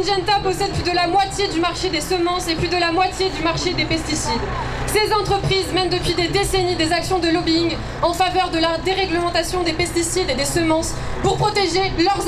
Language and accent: French; Netherlands; Je viens des Pays-Bas et je suis paysanne